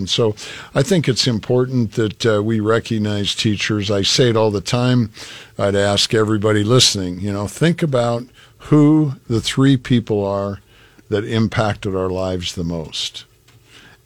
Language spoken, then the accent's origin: English; Columbus, Nebraska, United States; My hometown is Columbus, so there's a Highway 81 goes through Columbus as an example.